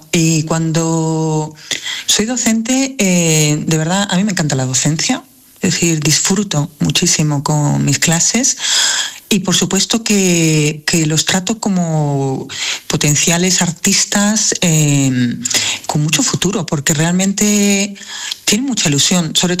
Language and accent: Spanish; Málaga, Andalusia, Spain; born there; Yo soy malagueña, pero granadina de adopción, como yo digo